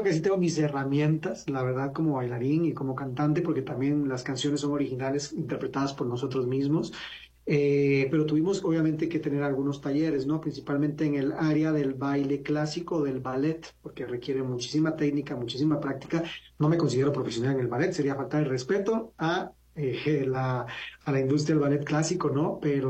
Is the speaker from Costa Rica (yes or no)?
yes; Costa Rica; moved away as an adult; Yo soy de Costa Rica, señor.